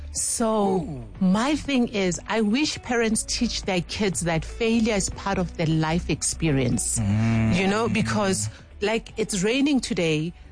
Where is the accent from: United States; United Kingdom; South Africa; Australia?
South Africa; Soweto, Gauteng; You know, I grew up in Soweto, so it was one of our chores.